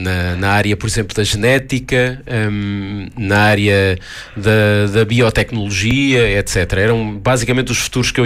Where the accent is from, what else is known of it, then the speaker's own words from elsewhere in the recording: Gafanha da Nazaré, Aveiro, Portugal; moved away as an adult; also born or lived in Coimbra; a rádio na altura pirata da minha terra